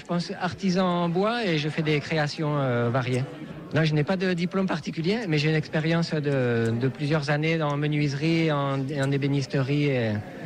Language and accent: French; Bourisp, Occitanie, France; j'ai 46 ans et je suis originaire de Bourispe dans la Vallée d'Or, à côté de Saint-Lary.